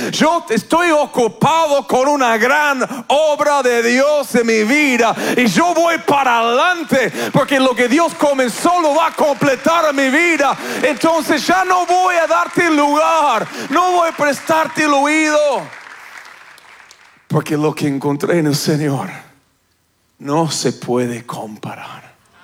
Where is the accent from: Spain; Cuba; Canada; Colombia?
Canada; moved away as an adult; now in Argentina; Vuelvo a Canadá. Y ya hace 18 años que vivo acá. Y te digo, casi soy más argentino que canadiense ahora.